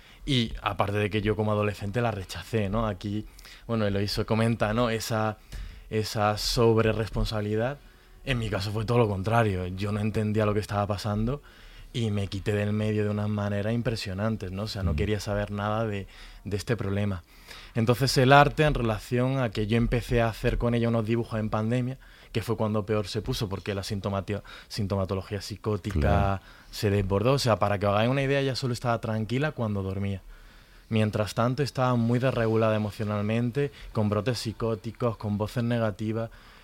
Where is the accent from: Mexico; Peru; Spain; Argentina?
Spain; Granada, Andalusia; Yo soy de Granada, ¿no?